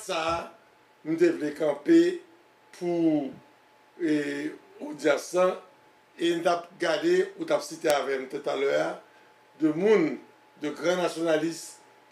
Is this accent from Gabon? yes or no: no; Haiti; Nous sommes jeunes d'Haïti, des jeunes petits garçons.